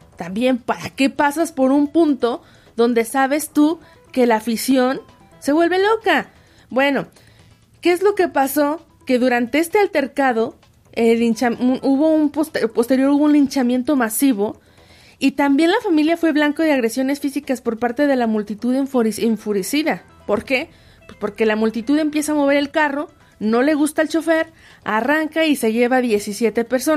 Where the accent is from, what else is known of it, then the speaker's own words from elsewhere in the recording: Mexico; somos mexicanos